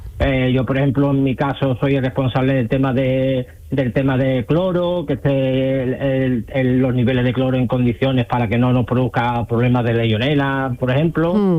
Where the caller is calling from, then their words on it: Andalusia, Spain; por mi tierra